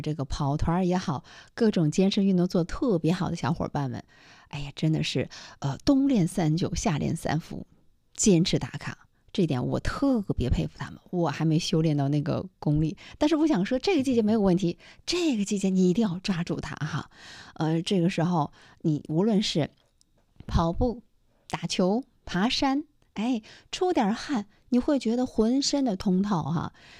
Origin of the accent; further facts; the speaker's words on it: Dalian, Liaoning, China; 那是我们大连人吃飞蟹的最好的时间。